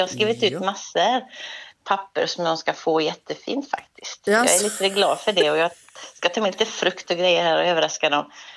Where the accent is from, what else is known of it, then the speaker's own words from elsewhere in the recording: Lysekil, Västra Götaland County, Sweden; now in Gothenburg, Sweden; Jag är ju från Lysekil sedan begynnelsen och har bott här i Göteborg i 40 år faktiskt.